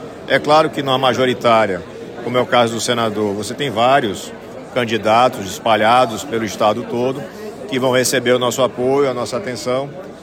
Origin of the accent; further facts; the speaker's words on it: Aracaju, Sergipe, Brazil; eu sou fixado, enfim, não nasci, mas me criei em Aracaju.